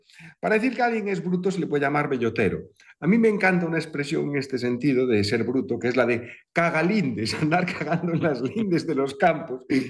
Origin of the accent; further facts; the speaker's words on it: Spain